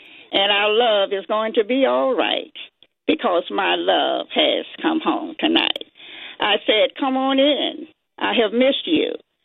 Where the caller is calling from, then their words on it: Silver Spring, Maryland, United States; from Silver Spring, Maryland.